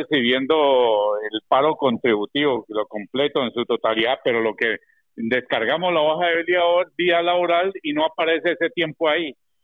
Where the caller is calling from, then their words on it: Madrid, Community of Madrid, Spain; llamo de Valdebebas.